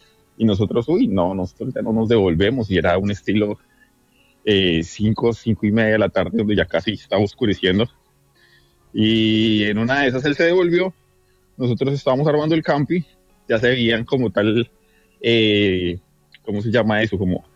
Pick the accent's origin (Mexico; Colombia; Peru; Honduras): Colombia; Boyacá